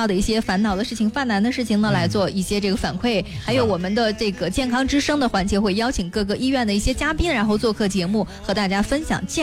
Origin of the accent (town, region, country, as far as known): China